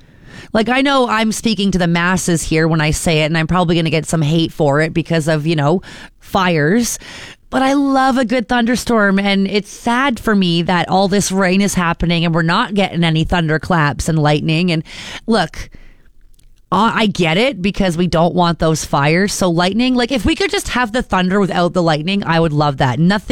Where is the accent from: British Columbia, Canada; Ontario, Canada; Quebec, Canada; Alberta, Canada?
Ontario, Canada; moved away; I'm from Ontario.